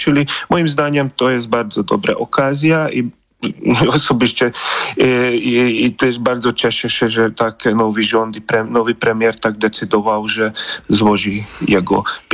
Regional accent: Hungary; bo jestem Węgrem

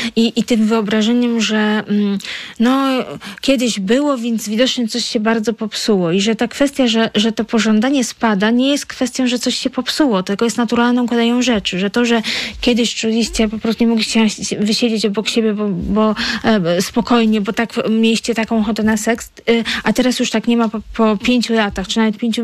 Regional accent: Warsaw, Masovian Voivodeship, Poland; moved away as an adult; mieszkałam tak to w Warszawie całe życie, w centrum

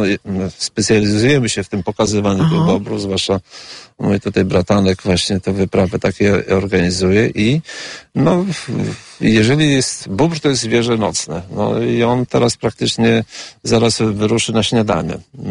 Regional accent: Wizna, Podlaskie Voivodeship, Poland; Tak, jestem z Wizny i tutaj jestem rolnikiem.

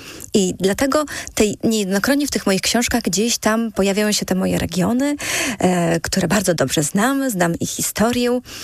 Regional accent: Podlaskie Voivodeship, Poland; Ja pochodzę z bardzo małego miasteczka tak naprawdę pod Łomżą i mi zawsze jakoś było bliżej do tych małych miasteczek niż do tych większych miast

